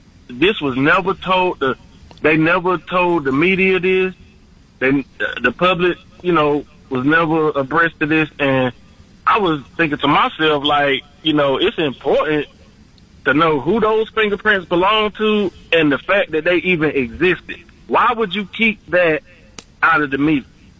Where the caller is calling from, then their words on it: Kinston, North Carolina, United States; here in Kinston, North Carolina